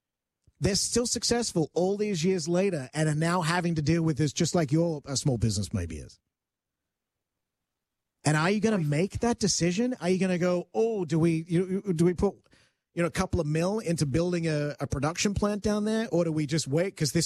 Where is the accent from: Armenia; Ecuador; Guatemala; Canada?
Canada; I'm Canadian.